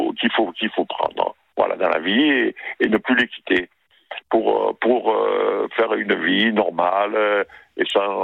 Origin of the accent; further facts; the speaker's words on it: Oran, Oran Province, Algeria; moved away; Moi, quand je suis venu d'Algérie, je suis oranais, vous savez. J'habitais au château de Boislusy, que tout le monde connaît à Marseille.